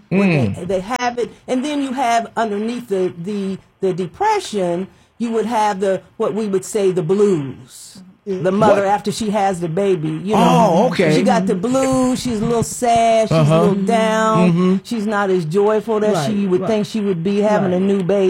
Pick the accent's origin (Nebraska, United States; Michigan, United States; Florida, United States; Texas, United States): Nebraska, United States; moved away; Hmm. I am a resident. Well, I am from Nebraska.